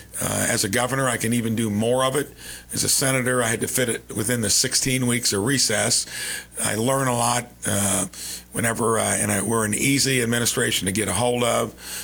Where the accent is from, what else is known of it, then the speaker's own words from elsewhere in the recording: Batesville, Indiana, United States; many places like Batesville. In my hometown, I never imagined Deaconess just bought our hospital.